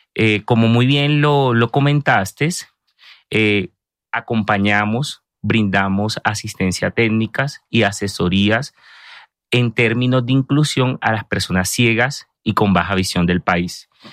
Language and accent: Spanish; Barranquilla, Atlántico, Colombia; soy costeño, barranquillero